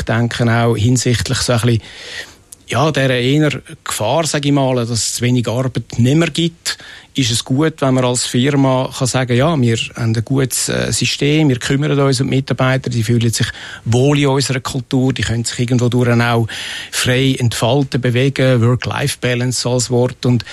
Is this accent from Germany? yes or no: no; Zurich, Switzerland; born or raised there